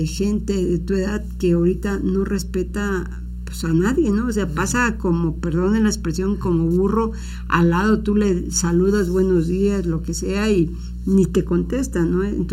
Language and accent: Spanish; Veracruz, Mexico; Y yo también soy jarocha